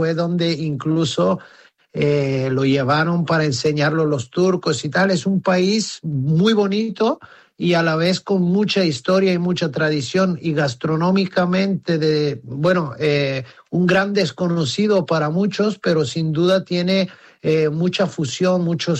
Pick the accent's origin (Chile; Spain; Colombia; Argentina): Spain; Tenerife, Canary Islands; also born or lived in Bulgaria; Sin duda creo que he pasado más tiempo en Canarias y en Tenerife, especialmente en el sur. Y sin duda yo aquí digo que soy más de Tenerife que de Bulgaria, pero desgraciadamente o por fortuna de la vida, pues nací en Bulgaria